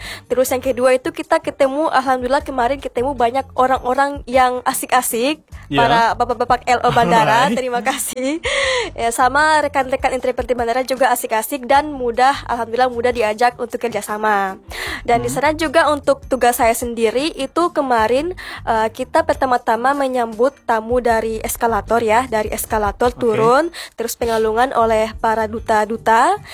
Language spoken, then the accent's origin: Indonesian; Wakatobi, Southeast Sulawesi, Indonesia; I'm from Wakatobi in Wangi-Wangi Island, exactly.